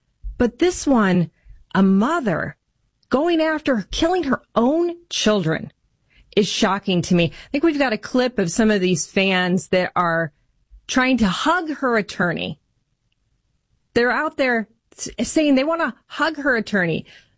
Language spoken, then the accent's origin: English; Michigan, United States; Michigan congressional candidate Michael Bouchard joins us on the political fight happening in my home state of Michigan.